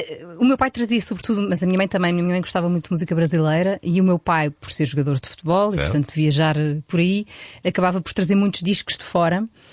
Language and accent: Portuguese; Loures, Lisbon, Portugal; also born or lived in Buraca; depois mudámos-nos para Loures, uma zona rural, Saloia, eu tenho muito orgulho em ser Saloia, onde cresci livremente, assim pelo campo, vivíamos no meio do mote.